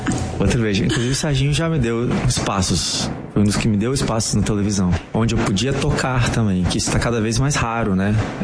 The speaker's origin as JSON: {"language": "Portuguese", "country": "Brazil", "said": "Mas eu não posso me dar o luxo também, que eu sou brasileiro, eu sou aquele artista."}